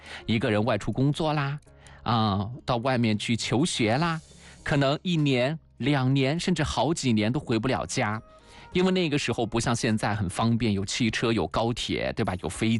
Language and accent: Chinese; China